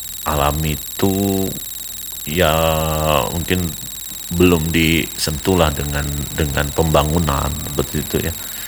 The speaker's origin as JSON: {"language": "Indonesian", "region": "Bangka Belitung Islands", "country": "Indonesia", "said": "kalau kita orang Bangka Belitung pasti pantai itu udah hal yang biasa lah begitu ya."}